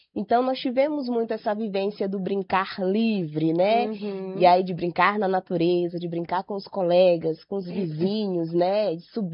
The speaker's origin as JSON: {"language": "Portuguese", "region": "Maranhão", "country": "Brazil", "tie": "born or raised there", "said": "Eu sou natural do estado do Maranhão e eu morava na nossa casa, né? Nós já morávamos lá com os nossos avós."}